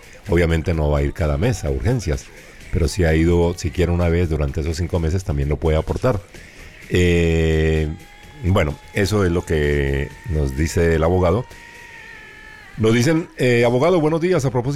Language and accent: Spanish; Colombia; como decimos popularmente en Colombia, de arrimado o de arrimada